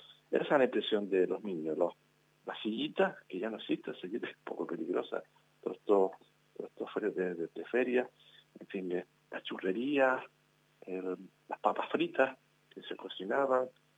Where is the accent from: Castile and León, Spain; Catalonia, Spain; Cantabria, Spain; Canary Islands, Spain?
Canary Islands, Spain; Teror; born there; que pone siempre nacido en Teror. Yo digo, sigo empadronado en el pueblo, yo voto en el pueblo, yo soy un vecino de Teror.